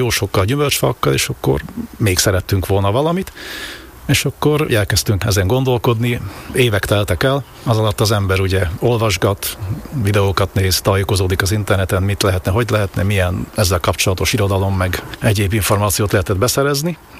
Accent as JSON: {"language": "Hungarian", "town": "Baraca", "region": "Borsod-Abaúj-Zemplén", "country": "Hungary", "tie": "born or raised there", "said": "Ugye én is, feleségem is faluhelyre születtünk, tehát volt ebben némi hozott tapasztalat, nem volt teljesen idegen ez a terület. Ha visszagondolok, akkor 7 éves koromig Baraccán éltünk"}